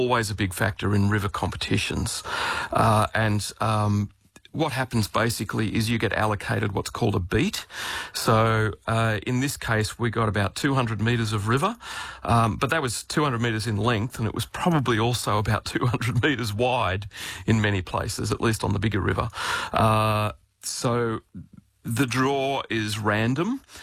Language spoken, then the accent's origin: English; Australia; one of the challenges for us as the Australian team is that the major species that we were fishing for over there were grayling